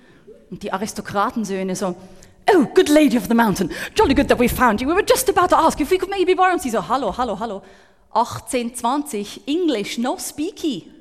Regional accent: Switzerland; als Schweizerin

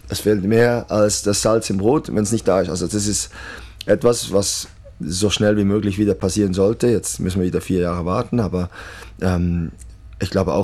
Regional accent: Italy; dann blutet mir das Herz als Italiener

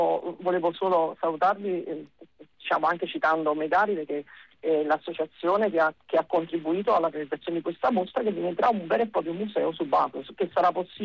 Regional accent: Naples, Campania, Italy; da napoletano adoriamo, diciamo, questo abbraccio corale

